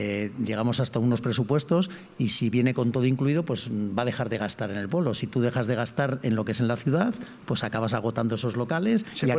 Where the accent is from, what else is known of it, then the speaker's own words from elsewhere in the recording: León, Castile and León, Spain; now in Villajoyosa, Spain; Yo soy de León. Fantástico. Pero llevo 33 años aquí en Villajoyosa.